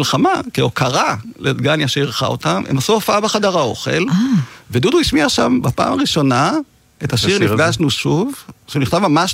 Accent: Degania Alef, Northern District, Israel; ואני גדלתי בדגניה, א'.

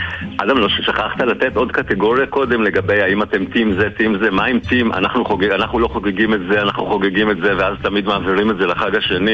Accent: Jerusalem, Jerusalem District, Israel; ואני גדלתי בירושלים, אז אני יודע לעשות דבר תורה.

